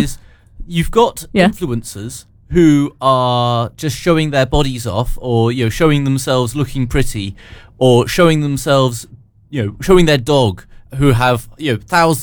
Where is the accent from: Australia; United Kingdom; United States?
United Kingdom; we're British.